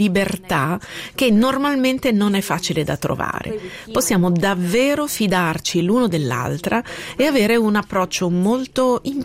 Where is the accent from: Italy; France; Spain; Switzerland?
Spain; Questo in particolare mi riporta alle mie radici, perché volevo rendere omaggio anche al mio paese, la Spagna.